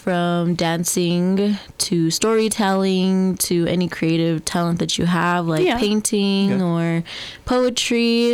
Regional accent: United States; I am a full Ute woman. I am Southern Ute and Ute Mountain. I come from the Moach, Kaputa, and Weenooch bands.

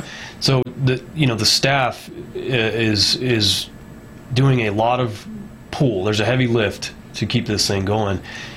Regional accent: New Mexico, United States; I'm from New Mexico originally, had left for a while, came back.

